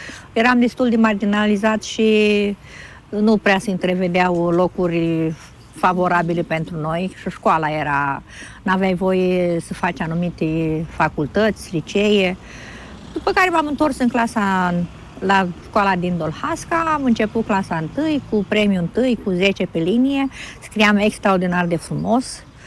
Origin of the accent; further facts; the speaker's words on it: Suceava, Suceava County, Romania; m-am născut în 66, venit într-un universul ăsta, într-un zi sfânt în noaptea de înviere. Sunt din Suceava, sunt mamă și bunică.